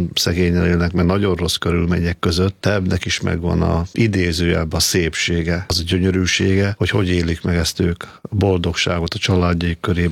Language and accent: Hungarian; Tura, Pest, Hungary; és a mai napig ott élek. Onnan jövök ide televízióba forgatni, vágni, és oda is megyek haza.